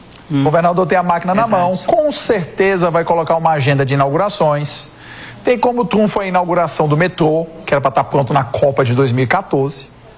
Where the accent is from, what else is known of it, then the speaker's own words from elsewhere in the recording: Fortaleza, Ceará, Brazil; sou de Fortaleza